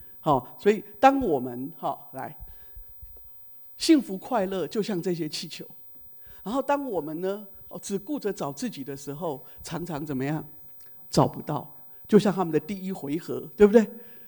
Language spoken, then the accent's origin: Chinese; Taiwan; 你知道我们台湾人哦，超级热心，对不对？